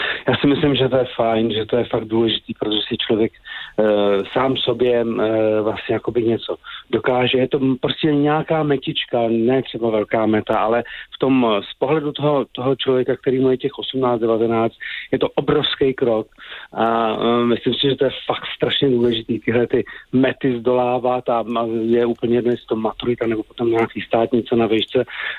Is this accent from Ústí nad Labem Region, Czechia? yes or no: yes; Žatec, Ústí nad Labem Region, Czechia; jsem byl kluk ze Žadce, z malého města